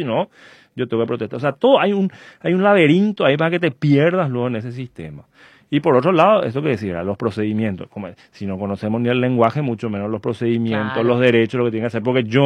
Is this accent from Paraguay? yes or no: yes; Paraguay; yo soy un privilegiado en cuanto a la educación en este país